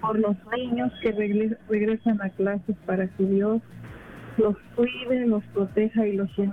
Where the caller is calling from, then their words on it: Mississippi, United States; De Mississippi